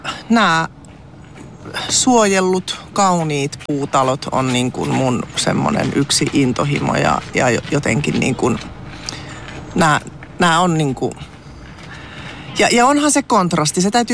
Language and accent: Finnish; Tampere, Pirkanmaa, Finland; also born or lived in Akaa; Mä oon siis syntyperäinen tamperelainen. Oon puolet elämästäni asunut täällä ja puolet sitten tuossa naapuripitäjässä Akaassa.